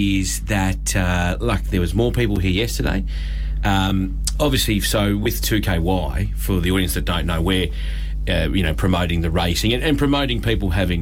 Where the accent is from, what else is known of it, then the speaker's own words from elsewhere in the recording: Brisbane, Queensland, Australia; moved away; I grew up in Brisbane